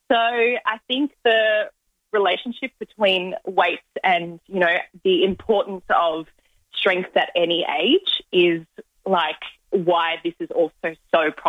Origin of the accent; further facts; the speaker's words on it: Adelaide, South Australia, Australia; moved away as an adult; also born or lived in London; I'm from South Australia. I'm born and bred in Adelaide, And I was living overseas